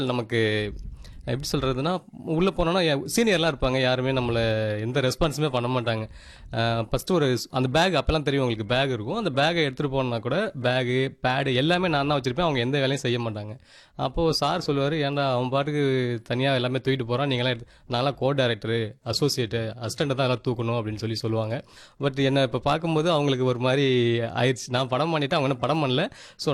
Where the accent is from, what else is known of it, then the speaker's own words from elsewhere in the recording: Tiruchirappalli district, Tamil Nadu, India; moved away as an adult; திருச்சி மாவட்டம் துறையூர் வட்டம், ஒரு ஆதனூர்ன்ற ஒரு சின்ன கிராமத்துலேருந்து காலேஜ் படித்தேன்.